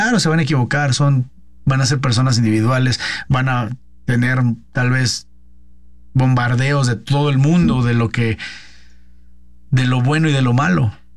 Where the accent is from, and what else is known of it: Mexico